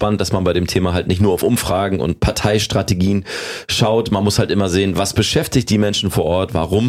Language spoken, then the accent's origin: German; Salzwedel, Saxony-Anhalt, Germany; born there; moved away; Geboren bin ich in Salzwedel, der Baumkuchenstadt in Sachsen-Anhalt. Oma und Opa haben da gelebt, wie du gesagt hast, mein Onkel immer noch da.